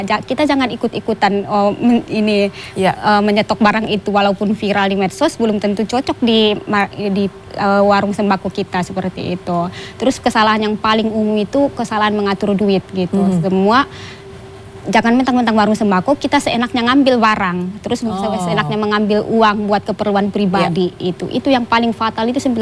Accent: Sumatra, Indonesia; saya kan dari Sumatera ya asalnya itu, terkenalnya itu warung ya warung Medan gitu.

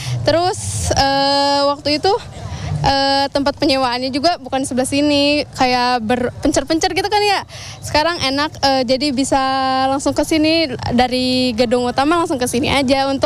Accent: Sukabumi, West Java, Indonesia; Aku dari Sukabumi tapi lagi main di Cipayung, Jakarta.

